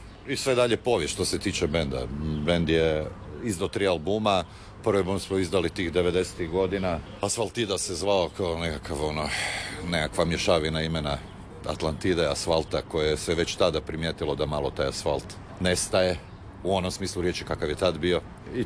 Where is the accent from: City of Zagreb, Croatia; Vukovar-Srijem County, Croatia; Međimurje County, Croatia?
City of Zagreb, Croatia; Zagreb; rođen sam tamo na Staroj Peščenici, gdje su se odigravali u principu, a i zanimljivo je što su Smogovci snimani i u Trnju, tu gdje sam ja odraso